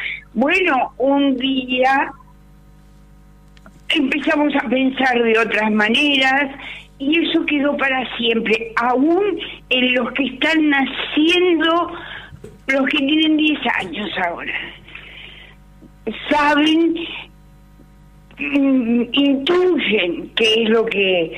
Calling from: Argentina

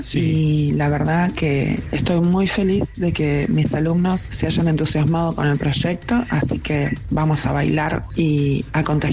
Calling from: San Martín, Argentina; soy de San Martín

